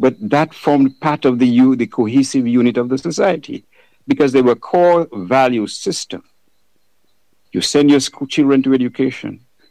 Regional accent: Portsmouth, Saint John Parish, Dominica; When I grew up in Portsmouth

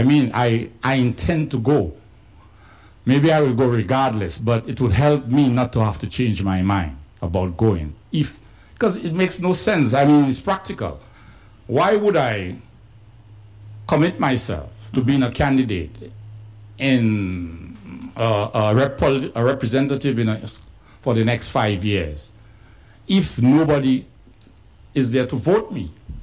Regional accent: Marigot, Saint Andrew, Dominica; born there; also born or lived in Portsmouth, Dominica / Roseau, Dominica; So I was born in Portsmouth. Around the age of 2 or 3, I moved to Marigot. I lived in Marigot primary school until I was around 10, mm-hmm. 11. I came to school in Roseau North. I lived in Roseau North from 11 to 21 year old.

